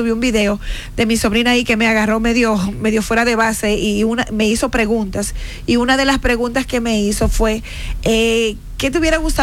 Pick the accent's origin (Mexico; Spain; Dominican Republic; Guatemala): Dominican Republic; moved away; no salí de República Dominicana sin conocer mi terruño.